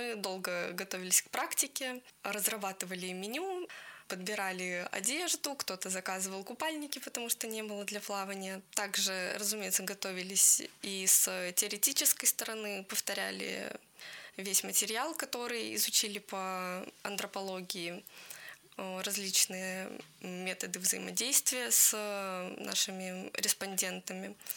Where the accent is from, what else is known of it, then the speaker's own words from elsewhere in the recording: Vologda, Vologda Oblast, Russia; Я из Вологды, решила поступать в Вологодский государственный университет в конце 10 класса